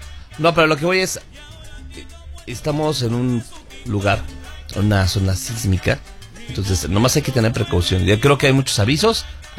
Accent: Mexico; nosotros los mexicanos.

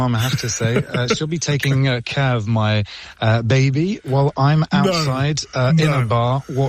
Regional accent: Paris, Île-de-France, France; I was born and raised in Paris, been following Paris for all these years, bad times, good times

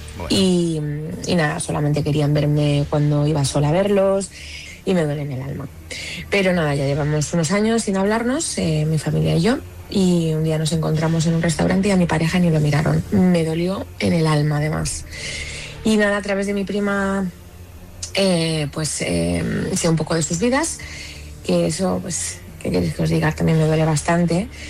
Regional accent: Madrid, Community of Madrid, Spain; soy de aquí de Madrid.

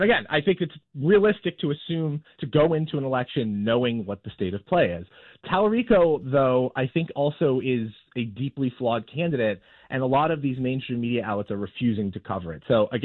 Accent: Oregon, United States; my home state of Oregon

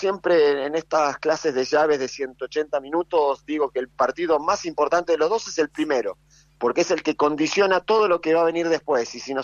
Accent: Argentina; nosotros, el cuerpo técnico, somos todos argentinos, consumimos sí. muchísimo lo que es el fútbol local

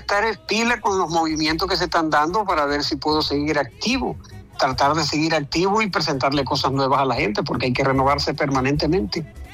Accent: Villanueva, La Guajira, Colombia; de Villanueva, de La Guajira, de donde vengo

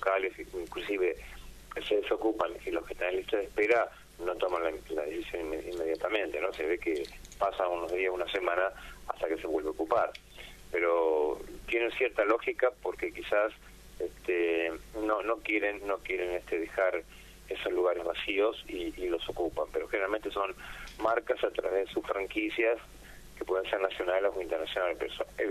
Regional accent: Moreno, Buenos Aires Province, Argentina; yo soy de provincia de Buenos Aires, de Moreno.

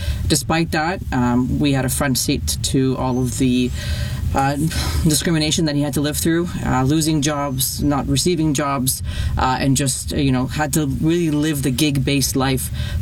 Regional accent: Scarborough, Ontario, Canada; I grew up in a wonderful neighborhood called Scarborough in the GTA.

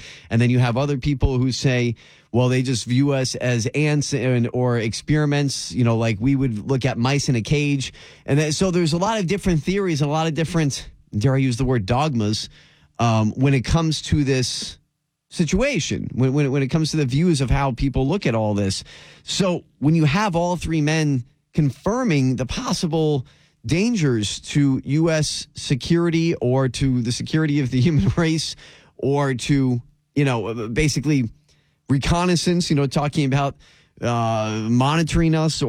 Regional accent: Florida, United States; my home state of Florida

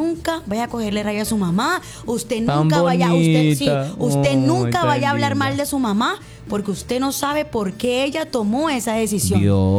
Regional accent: Turbaco, Bolívar, Colombia; Dije, yo soy de Turbaco, Bolívar, sí. Pero para no enredar a la gente, ¿dónde eres tú? De Cartagena, y ya.

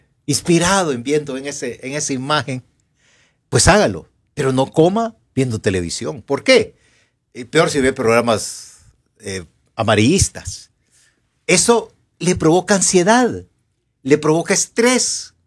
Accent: La Trinidad, Comayagua, Honduras; Que soy de allá de la Trinidad, Comayagua

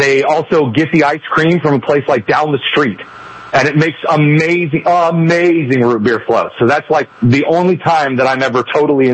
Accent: Midwest, United States; As a Midwesterner, again, who just talked about Hardee's and A&W in the same segment

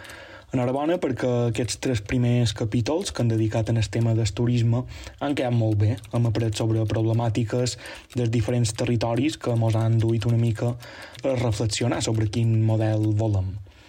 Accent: Sa Pobla, Balearic Islands, Spain; en el meu poble, la Pobla, a Mallorca

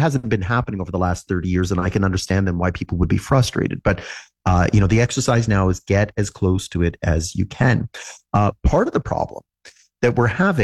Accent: Ontario, Canada; I don't live in Ontario, but I grew up in Ontario, and I'm very familiar with the LCBO.

